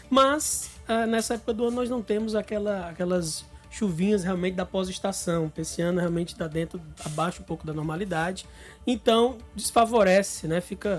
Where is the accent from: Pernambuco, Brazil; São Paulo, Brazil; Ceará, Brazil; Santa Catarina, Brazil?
Ceará, Brazil; Como nós cearenses falamos